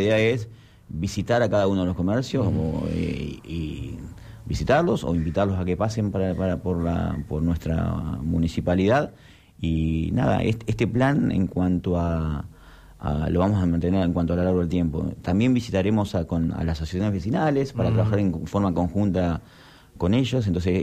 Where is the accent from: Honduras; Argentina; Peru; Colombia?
Argentina; Trelew, Chubut; somos todos ciudadanos de Trelew